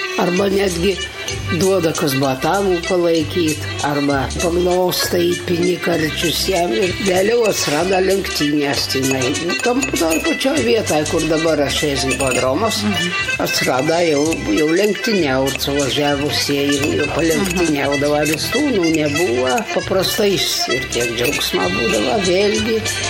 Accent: Užpaliai, Utena County, Lithuania; aš iš Užpalių

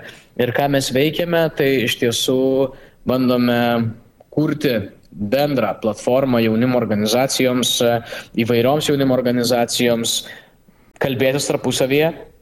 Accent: Vilnius, Vilnius County, Lithuania; Aš vilnietis esu

